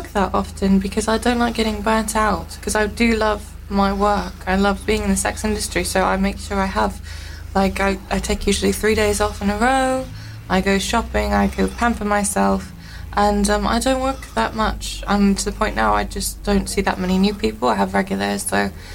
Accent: Richmond, London, United Kingdom; Richmond.

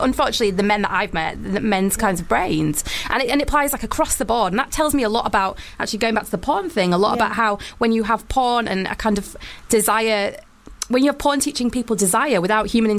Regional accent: Wakefield, Yorkshire and the Humber, United Kingdom; Yeah, I've always been gobby, and I'm from Yorkshire, for God's sake. So it's

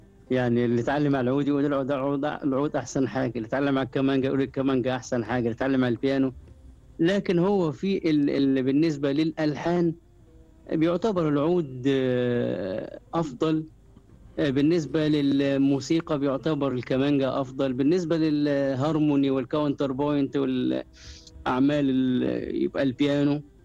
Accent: Egypt; عندنا في مصر

